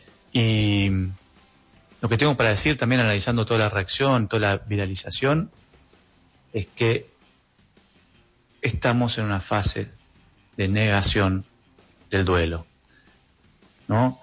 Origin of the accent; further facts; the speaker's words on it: Argentina; Soy argentino, soy médico especialista en medicina del estrés